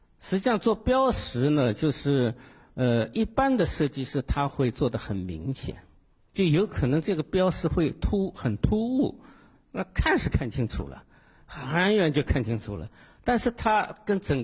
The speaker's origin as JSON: {"language": "Chinese", "region": "Shanghai", "country": "China", "said": "在里边我们上海人叫很服帖"}